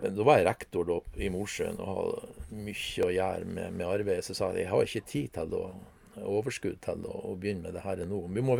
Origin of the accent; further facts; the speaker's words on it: Renemoen, Agder, Norway; Jeg føler meg jo aldri så hjemme som når jeg går i skogen hjemme på Renemoen.